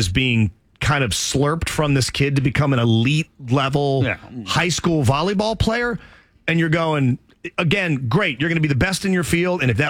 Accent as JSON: {"language": "English", "country": "United States", "said": "I'm an American."}